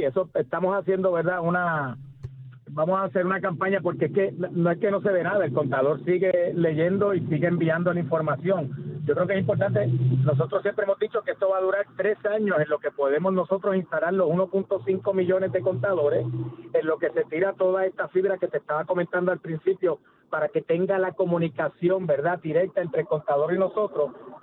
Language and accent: Spanish; Puerto Rico; los 4,000 empleados que pertenecemos a Luma, que somos puertorriqueños y puertorriqueñas